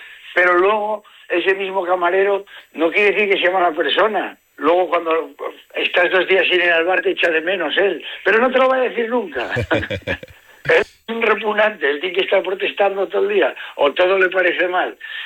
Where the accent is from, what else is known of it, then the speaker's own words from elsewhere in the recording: Asturias, Spain; accent: Asturian; Hablo de cosas que a todos nos pasan, pero con mi acento asturiano, ¿por qué vamos a quitar los acentos?